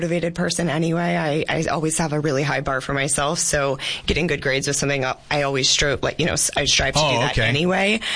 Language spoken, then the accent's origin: English; Yuma, Arizona, United States; So born and raised in Yuma.